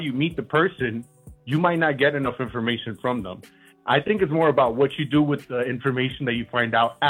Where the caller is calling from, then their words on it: Miami, Florida, United States; How's it going, Breakfast Club? Good morning. I'm calling from Miami, Florida.